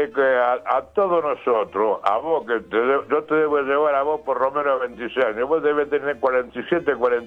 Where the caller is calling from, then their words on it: Rosario, Santa Fe, Argentina; vivo en Rosario